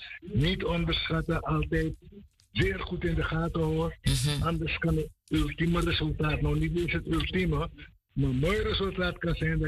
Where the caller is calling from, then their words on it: Amsterdam, North Holland, Netherlands; Ik ben nu in Amsterdam.